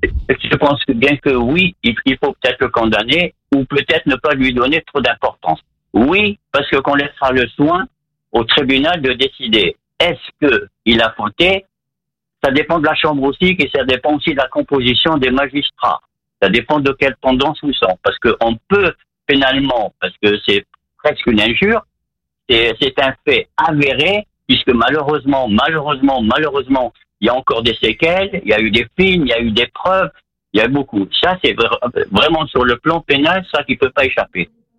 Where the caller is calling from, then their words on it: Massy, Île-de-France, France; De Massy, c'est dans l'Essonne.